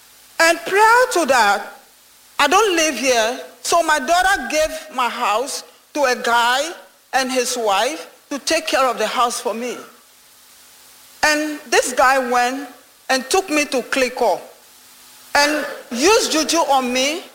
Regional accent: Boston, Massachusetts, United States; moved away as an adult; now in Minnesota, United States; Bostonian. I grew up in Boston, Massachusetts.

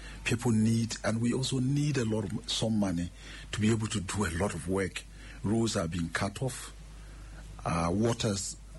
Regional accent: Ghana

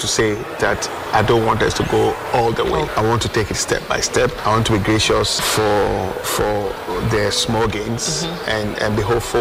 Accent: Ghana; I'm a Ghanaian. So I'll first of all identify myself.

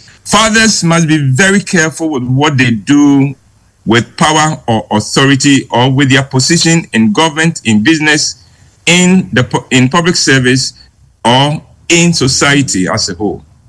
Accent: Kumasi, Ashanti, Ghana; Well, I grew up in Kumasi in the 50s and 60s when there were real rich men around.

